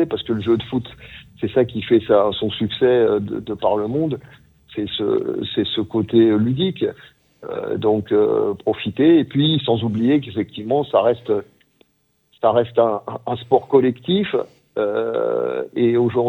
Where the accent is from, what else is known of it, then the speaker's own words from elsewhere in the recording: Île-de-France, France; il se trouve que je connais très bien le Val-d'Oise, puisque je suis originaire moi-même du Val-d'Oise. Donc, j'ai joué dans les clubs de la région, Cosmo de Taverny, Saint-Prix, Hermont, tout ça.